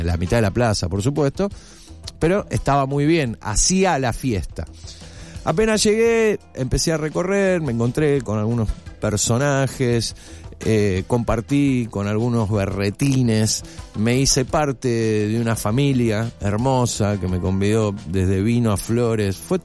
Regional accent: Argentina; como sociedad y como argentinos

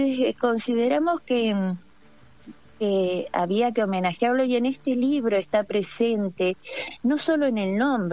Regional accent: La Rioja, Argentina; revisar nuestra propia historia, ¿no?, como riojanos, como riojanas, recuperando el orgullo de serlo

